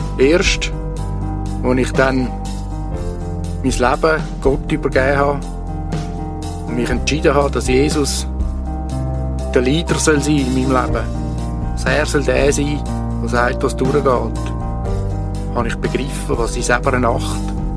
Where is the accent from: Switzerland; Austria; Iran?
Switzerland; born there; also born or lived in Mexico; Ich bin in Mexiko auf die Welt gekommen, habe 9,5 Jahre dort gelebt. Dann haben sich meine Eltern entschieden, wieder zurück in die Schweiz zu kommen. Ich habe mich als Schweizer gefühlt, hatte einen Schweizer Pass und habe das Gefühl, ich komme heim.